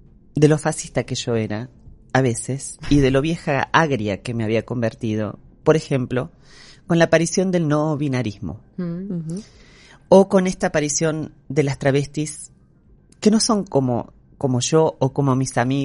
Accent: Argentina

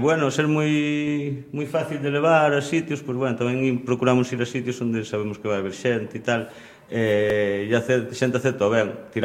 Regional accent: Galicia, Spain; Son labrego, son da Terra Chá, e non uso calcetís de lá tampouco.

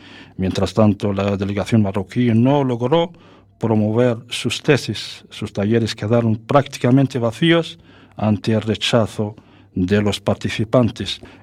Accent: Germany; Spanish is a second language; soy de Alemania.

